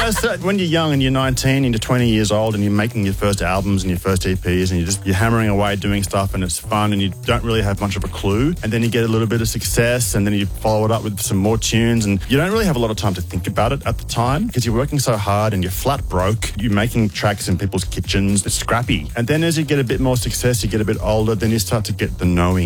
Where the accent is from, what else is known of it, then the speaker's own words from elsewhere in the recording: Sydney, New South Wales, Australia; They're from Melbourne and we're from Sydney, and we became friends because we started doing shows together way back then.